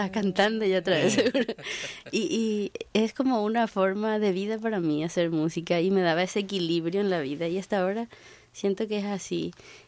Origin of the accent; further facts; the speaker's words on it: Quiquió, Paraguarí, Paraguay; born there; Porque en la época en que ellos empezaron a hacer música en donde vivíamos, hacia Quiquío, bueno, ellos eran de Ibicuí y después se mudaron a Quiquío.